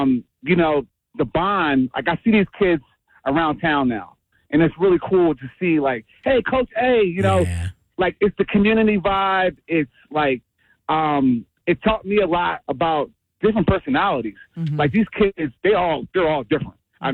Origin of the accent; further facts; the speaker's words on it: United States; born there; Like, you know, my family's from Jamaica, but I was born here and in the States.